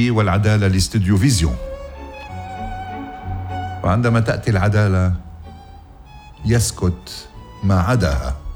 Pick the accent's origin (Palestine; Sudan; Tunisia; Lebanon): Lebanon; نحن كلبنانيه